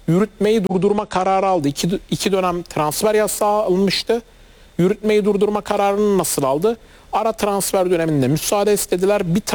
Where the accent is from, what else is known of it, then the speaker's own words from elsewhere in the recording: Adana, Turkey; benim memleketim Adana Demirspor.